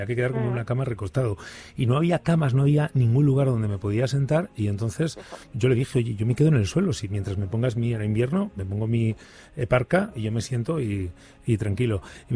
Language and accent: Spanish; Burgos, Castile and León, Spain